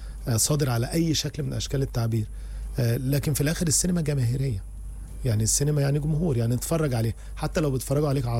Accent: Egypt; فهو عارف ان انا مصري

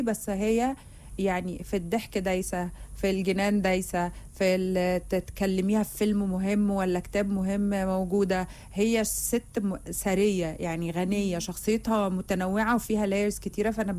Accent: Jordan; عندنا في الاردن ردح مالوش هو الردح مميز

